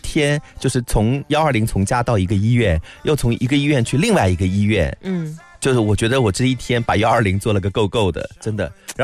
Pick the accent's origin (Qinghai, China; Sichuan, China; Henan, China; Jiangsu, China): Jiangsu, China; Changzhou; born there; accent: Changzhou dialect